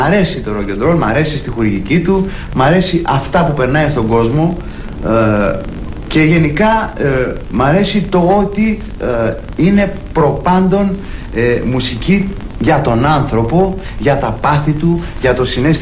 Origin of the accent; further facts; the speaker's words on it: Greece; εμάς τους Έλληνες